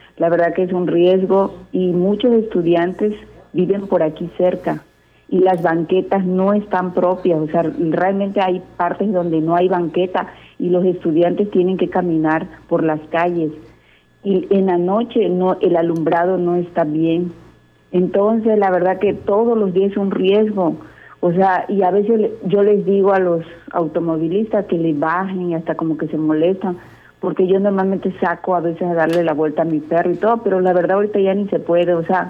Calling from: Mérida, Yucatán, Mexico; Nosotros vivimos aquí en la colonia Santa Rita, Cholul

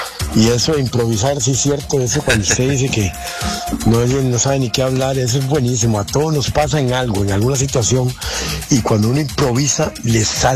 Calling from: Miramar, Puntarenas, Costa Rica; de Miramar, Cuinas.

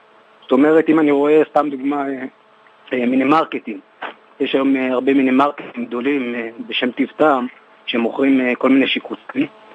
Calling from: Tel Aviv, Tel Aviv District, Israel; אני כרגע מתל אביב.

